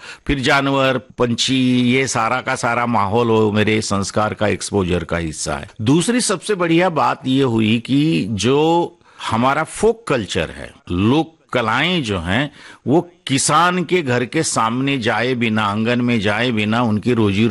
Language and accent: Hindi; Maharashtra, India; born or raised there; moved away